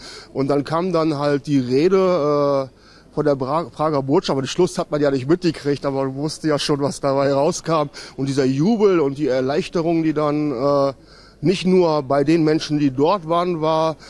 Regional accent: West Germany, Germany; weil ich komme aus Westdeutschland und wir haben ja die Dinge ja dort auch mitbekommen

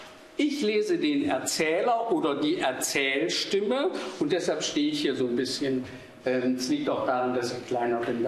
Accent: Dessau, Saxony-Anhalt, Germany; moved away; Ja, also wie Sie gehört haben, ich bin in Dessau geboren und auch aufgewachsen. Ich habe die Stadt verlassen, da hatte sie noch 100.000 Einwohner.

